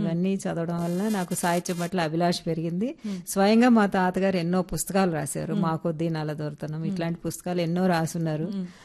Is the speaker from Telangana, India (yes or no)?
yes; Hyderabad, Telangana, India; నేను పుట్టి పెరిగింది మా నాన్నగారు నెల్లూరు వాస్తవ్యులు, వారు హైదరాబాద్లో సెటిల్ అయ్యారు కాబట్టి నేను ఇక్కడే హైదరాబాద్లోనే పుట్టి పెరిగాను కాబట్టి ఇక్కడే చదువుకున్నాను.